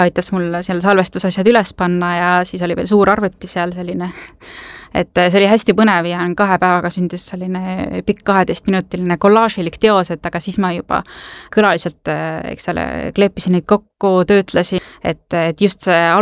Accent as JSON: {"language": "Estonian", "region": "Hiiu County", "country": "Estonia", "said": "See oli siis Hiiumalt, kus ma pärit olen"}